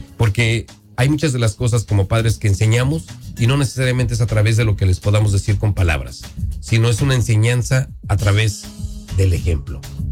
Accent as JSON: {"language": "Spanish", "region": "Guerrero", "country": "Mexico", "said": "yo solamente porque soy de Guerrero"}